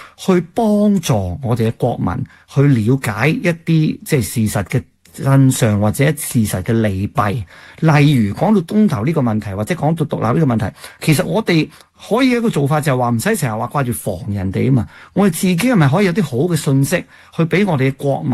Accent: Canada

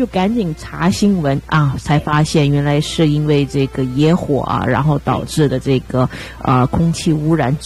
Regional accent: Shenzhen, Guangdong, China; moved away; 因为我不是在深圳长大嘛

